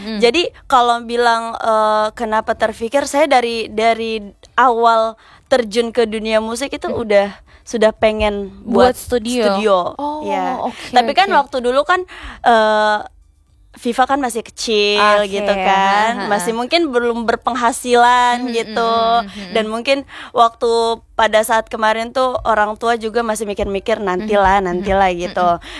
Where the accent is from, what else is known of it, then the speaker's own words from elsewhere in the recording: Makassar, South Sulawesi, Indonesia; Kenapa di dibilang Gambara karena kebetulan saya orang Makassar.